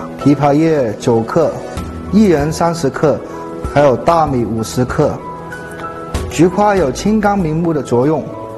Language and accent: Chinese; China